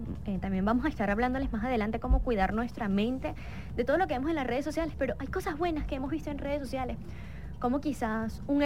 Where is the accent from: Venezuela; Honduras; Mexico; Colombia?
Venezuela; los venezolanos somos imparables.